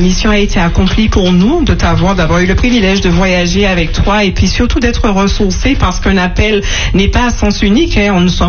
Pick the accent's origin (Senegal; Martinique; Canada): Martinique; chez nous, en Martiniquais